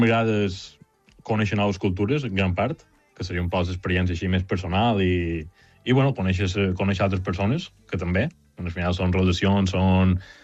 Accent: Porreres, Balearic Islands, Spain

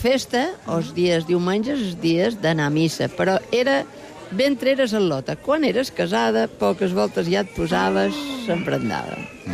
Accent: Santa Gertrudis, Balearic Islands, Spain; born there; also born or lived in Ibiza; Sí, jo he nascut a Santa Gertrudis.

